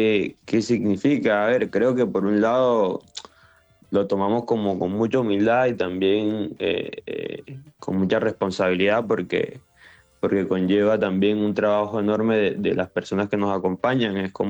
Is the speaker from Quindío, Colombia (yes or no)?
no; Barranquilla, Atlántico, Colombia; accent: mixed; now in Argentina; No, yo soy de Barranquilla. En realidad ya tengo como un acento un poco mezclado porque tengo acá cerca de unos 8 años.